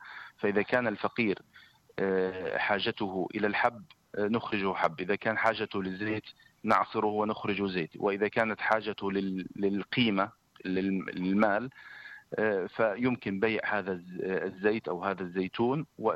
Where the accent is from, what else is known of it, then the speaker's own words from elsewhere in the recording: Palestine; عندنا في فلسطين